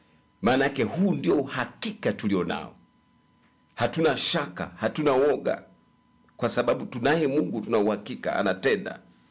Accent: Njombe, Tanzania; Kule kwetu miaka ya nyuma kule Njombe

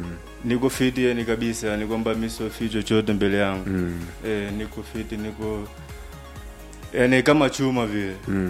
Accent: Iringa, Tanzania; ila kwa hapa nyumbani Iringa

